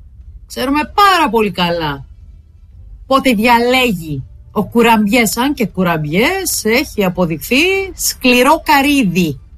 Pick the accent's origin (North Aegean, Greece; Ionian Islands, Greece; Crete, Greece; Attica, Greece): Crete, Greece; Heraklion; Στο Ηράκλειο επίσης, στην πόλη μου, μια μαθήτρια δέχτηκε απειλές και εκφοβισμό από συμμαθητές της